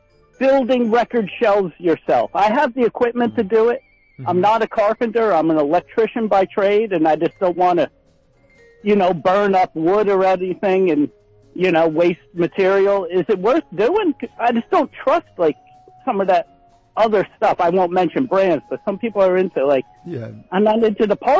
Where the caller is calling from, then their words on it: Wayne, New Jersey, United States; I'm from Wayne.